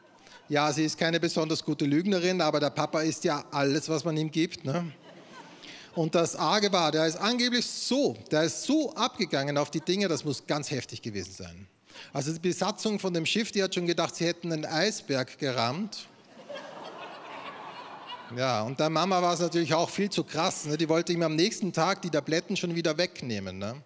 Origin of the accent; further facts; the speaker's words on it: Styria, Austria; Das gibt es bei uns in Österreich, ja? In der Steiermark wird das produziert.